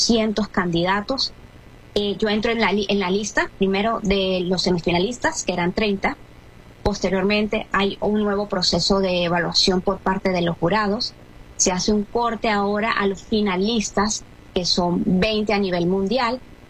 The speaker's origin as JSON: {"language": "Spanish", "country": "Venezuela", "said": "todo lo que hacemos como venezolanos y que nos representa."}